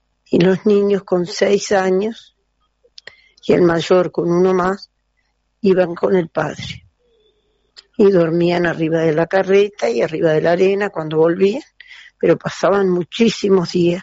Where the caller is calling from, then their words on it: Santa Rosa, Uruguay; de Santa Rosa.